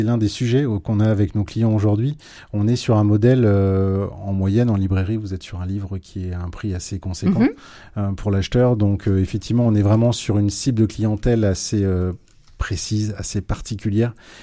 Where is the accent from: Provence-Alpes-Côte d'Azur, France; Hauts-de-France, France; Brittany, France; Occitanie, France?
Hauts-de-France, France